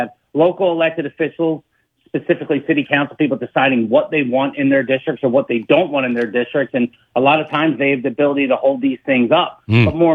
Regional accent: Philadelphia, Pennsylvania, United States; moved away as an adult; also born or lived in Reading, Pennsylvania; I'm from Northeast Philly, so it was the first place I lived outside of the city.

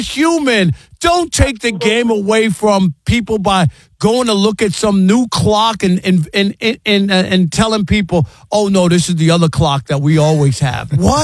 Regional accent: New York, United States; accent: New York; also born or lived in Detroit; now in Los Angeles, United States; I lived in Detroit for 20 years, and I've been in L.A. for 10 years, but the New York accent just won't go anywhere.

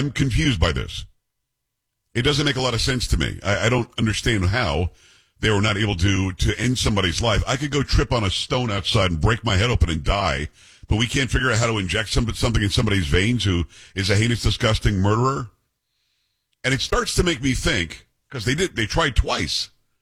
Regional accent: Florida, United States; which was happening where I grew up in Florida?

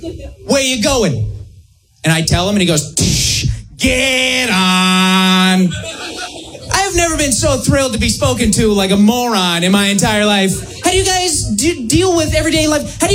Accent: Canada; now in United States; I'm actually from Canada. I know, exotic, quite impressive. And I've been living here in the States for a little while now.

